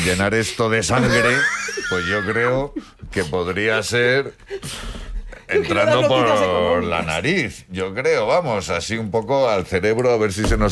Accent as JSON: {"language": "Spanish", "town": "Madrid", "region": "Community of Madrid", "country": "Spain", "said": "Porque yo soy madrileño, vivo aquí en Madrid"}